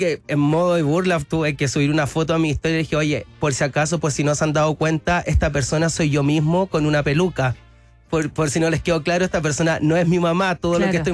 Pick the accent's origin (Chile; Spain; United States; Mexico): Chile; Curicó, Maule; somos de Curicó